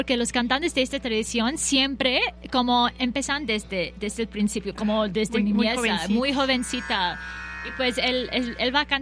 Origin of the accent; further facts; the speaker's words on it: Kolkata, West Bengal, India; now in Xalapa, Mexico; Soy de la India, de Bengala. De Calcuta, no sé si conocen.